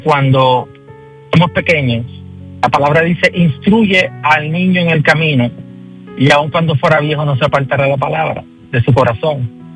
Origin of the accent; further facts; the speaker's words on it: Guaynabo, Puerto Rico; born there; Nací en el pueblo de Guaynabo, en Puerto Rico. Hace poquito tiempo, fue en el abril 4 de 1974. Y pues nací en un hogar cristiano, nací en una casa cristiana